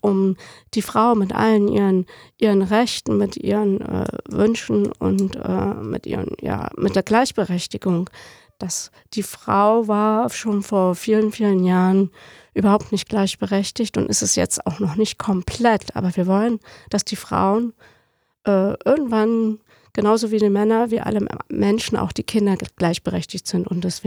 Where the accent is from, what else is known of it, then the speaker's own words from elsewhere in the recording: East Germany, Germany; da, wo ich aufgewachsen bin, in der DDR, da kannte man den Muttertag überhaupt nicht